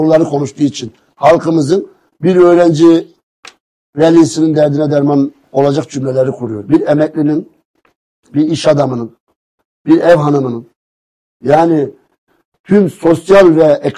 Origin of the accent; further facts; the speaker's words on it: Kahramanmaraş, Turkey; Bu şehrin bir evladı olmaktan, bir ede olmaktan her zaman gurur duymuşumdur. İyi ki Kahramanmaraşlıyım.